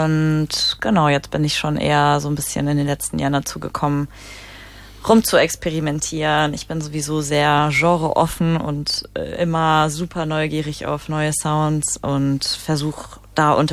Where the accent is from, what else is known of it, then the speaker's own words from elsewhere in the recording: Mainz, Rhineland-Palatinate, Germany; ich bin in Mainz aufgewachsen